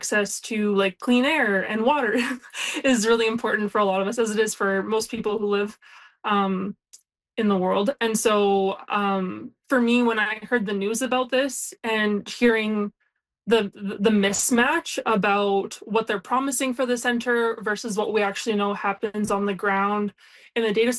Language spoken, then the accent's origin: English; Regina, Saskatchewan, Canada; I'm from Regina. That's where I grew up. It's my home.